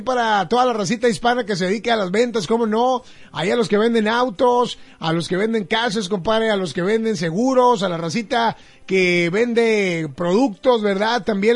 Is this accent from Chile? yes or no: no; Mexico; Yo, pues, obviamente soy mexicano.